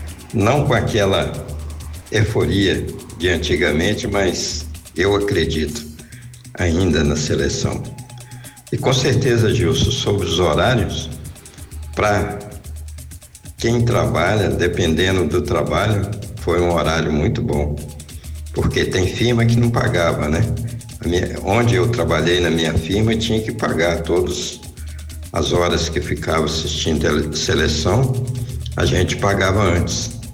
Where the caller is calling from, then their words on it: Brazil; aqui da Barra.